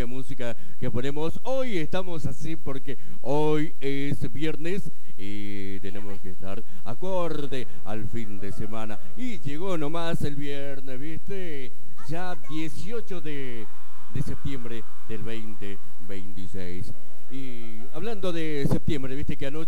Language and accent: Spanish; Jujuy, Argentina; accent: northern (not porteño); se dice lluvia acá en el norte, no hablamos como los porteños, decimos lluvia